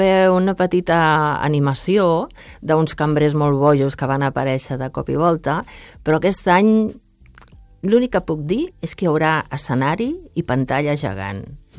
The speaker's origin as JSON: {"language": "Catalan", "region": "Catalonia", "country": "Spain", "said": "Penso que la gent, en el fons, ens ressonaran coses, no? com a catalans, perquè parla també de les rebel·lions, de tots aquells moments, no? de reivindicar una nació i tot això."}